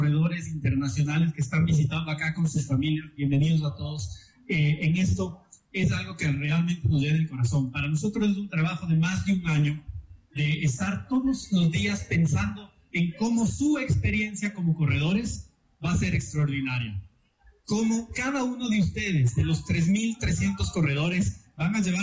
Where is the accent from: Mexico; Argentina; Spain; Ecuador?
Ecuador; Quito, Pichincha; el Pichincha, que lo sentimos con el corazón como quiteños, que nos vemos todos los días